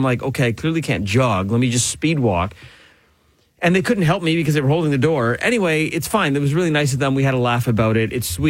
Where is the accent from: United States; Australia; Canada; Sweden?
Canada; because we're all Canadian.